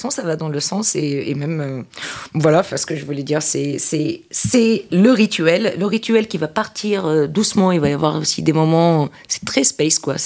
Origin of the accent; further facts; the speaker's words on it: Tunisia; Je viens de Tunisie. Je suis tunisienne, passeport vert, née et élevée.